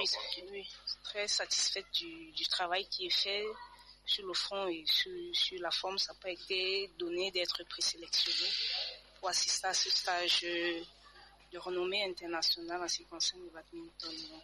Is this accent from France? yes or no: no; Bertoua, East, Cameroon; Je viens de la région de l'Est, plus précisément de la ville de Bertois.